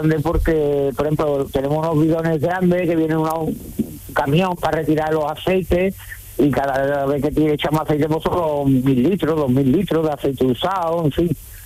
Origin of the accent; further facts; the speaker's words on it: Montequinto, Andalusia, Spain; now in El Ronquillo, Spain; Yo soy de toda la vida de Dios, de Montequinto.